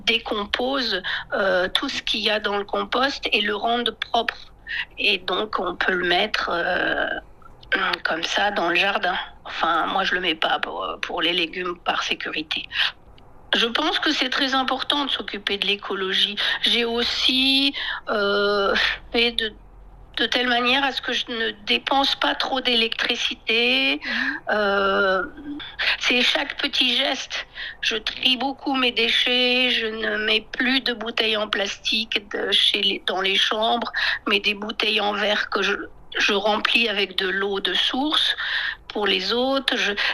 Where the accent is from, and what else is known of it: France